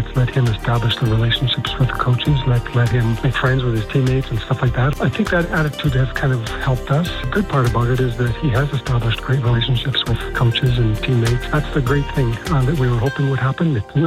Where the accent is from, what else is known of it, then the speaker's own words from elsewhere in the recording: Manitoba, Canada; now in Calgary, Canada; I'm from Western Manitoba, so there's a lot of hockey there.